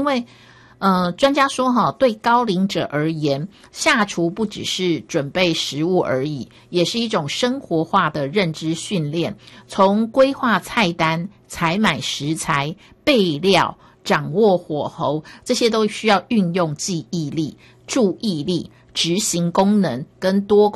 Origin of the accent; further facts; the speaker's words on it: Taiwan; 哦，基本上我觉得我们台湾人吃饭真的是太快了哈